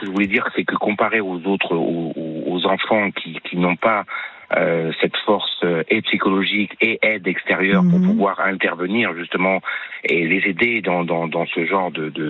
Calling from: Corsica, France; comme on dit chez moi en Corse

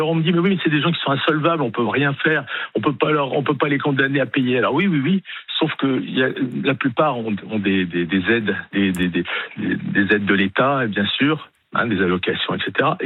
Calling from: Corsica, France; Je vous appelle de Corse.

